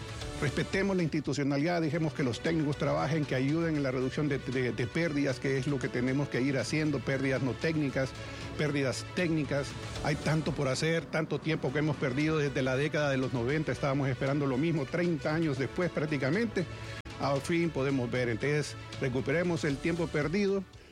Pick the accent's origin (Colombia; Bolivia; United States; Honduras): Honduras; nosotros como pueblo hondureño